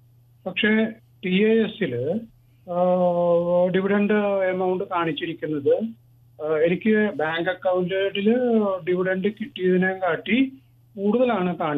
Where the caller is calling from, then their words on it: Ernakulam, Kerala, India; എറണാകുളത്ത് നിന്നാണ് വിളിക്കുന്നത്.